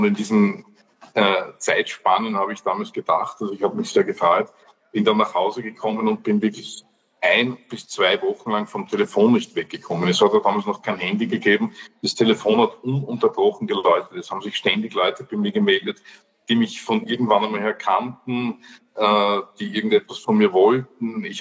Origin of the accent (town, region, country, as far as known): Austria